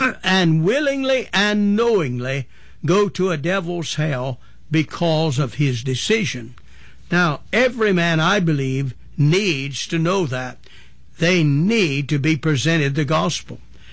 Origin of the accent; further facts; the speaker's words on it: North Carolina, United States; Now, I came from North Carolina in a part of the country where there was a denomination of people that referred to themselves as being holiness people.